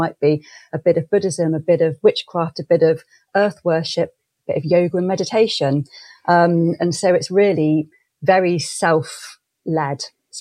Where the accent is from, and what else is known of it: Clevedon, South West England, United Kingdom; born or raised there; also born or lived in Bristol